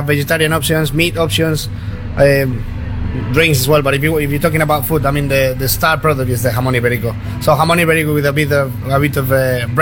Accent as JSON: {"language": "English", "town": "Benidorm", "region": "Valencian Community", "country": "Spain", "second_language": "English", "moved": "yes", "lives_now": "London, United Kingdom", "said": "I'm actually from Benidorm."}